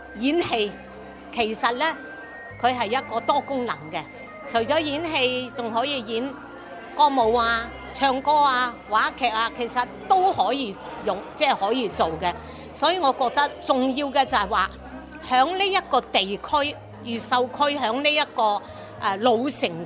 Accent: Guangzhou, Guangdong, China; 亦都係我哋廣州人，我哋廣東人。

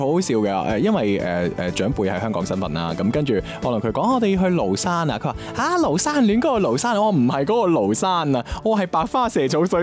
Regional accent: Guangdong, China; 咁就你知道我哋廣東人噶啦

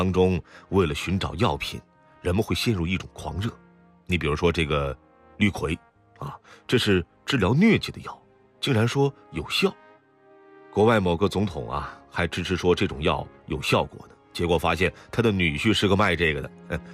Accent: China

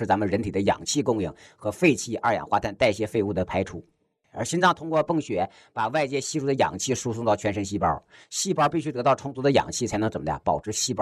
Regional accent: China; 你看我们中国人喜欢用个词儿叫什么，叫气绝身亡。

